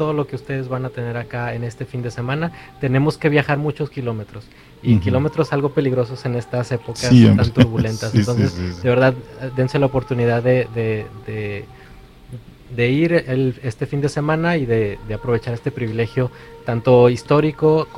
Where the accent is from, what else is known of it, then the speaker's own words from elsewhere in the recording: Mexico; como mexicano, como alguien que vive allá